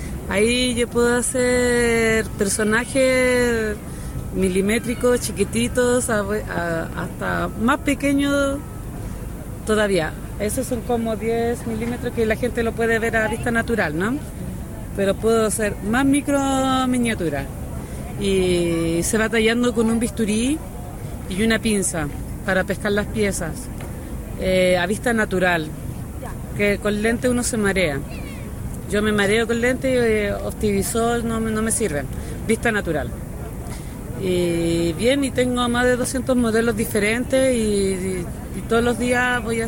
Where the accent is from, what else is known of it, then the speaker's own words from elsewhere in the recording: Coquimbo, Chile; Yo soy de Coquimbo.